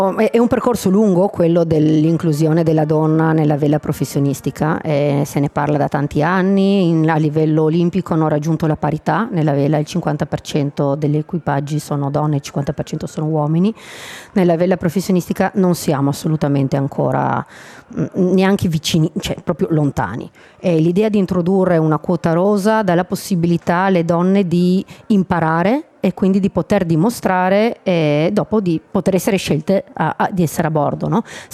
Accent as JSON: {"language": "Italian", "town": "Trieste", "region": "Friuli-Venezia Giulia", "country": "Italy", "tie": "born or raised there", "said": "io sono cresciuta qua a Trieste, quindi sono cresciuta con la barcolana"}